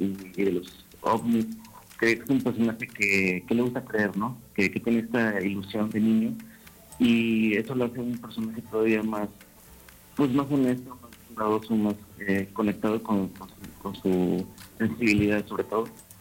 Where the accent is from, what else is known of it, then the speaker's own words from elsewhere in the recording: Tampico, Tamaulipas, Mexico; also born or lived in Campeche / Veracruz / Mexico City; A mí me tocó pues crecer en muchas ciudades, no nada más en Tampico. Nací en Tampico, pero me tocó crecer en Campeche, Veracruz, en la Ciudad de México. Pero mi gran parte de mi niñez fue en Tampico